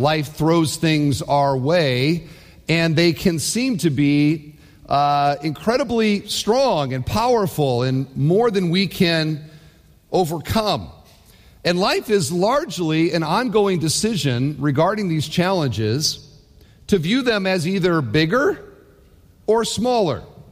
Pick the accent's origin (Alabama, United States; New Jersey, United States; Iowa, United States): Iowa, United States; Cedar Falls; so I grew up in Cedar Falls, Iowa.